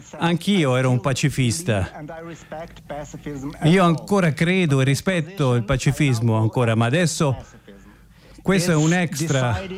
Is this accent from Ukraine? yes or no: yes; Ukraine